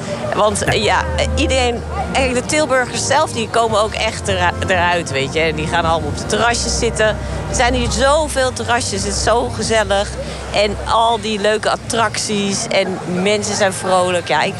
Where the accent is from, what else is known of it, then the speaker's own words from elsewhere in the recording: Haarlem, North Holland, Netherlands; ik kom uit Haarlem.